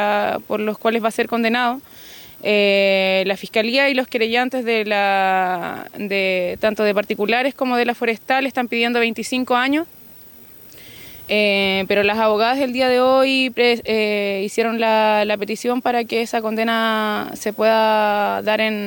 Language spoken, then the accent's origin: Spanish; Araucanía, Chile; soy del territorio de Yeuyeu, Afkadi de Ernesto Yaitul.